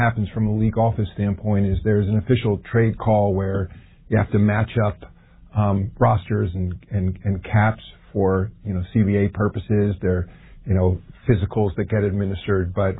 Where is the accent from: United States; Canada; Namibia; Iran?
United States; New York; Yeah, I'll say, really answering it as a New Yorker